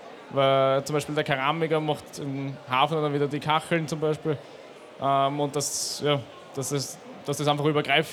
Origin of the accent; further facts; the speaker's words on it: Burgenland, Austria; Ich komme aus Sickgraben, eher aus dem Burgenland, also ganz in der Nähe von der Schule.